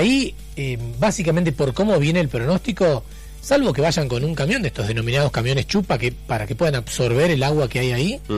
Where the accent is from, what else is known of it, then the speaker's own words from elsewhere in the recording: Argentina; ¿Yo que soy argentino o no soy argentino?